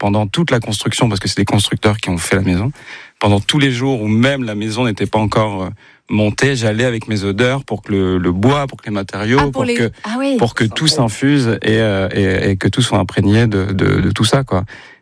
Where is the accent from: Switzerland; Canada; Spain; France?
France; Boulogne-sur-Mer, Hauts-de-France; il y a eu un tournage qui s'est fait là d'où je viens, de Boulogne-sur-Mer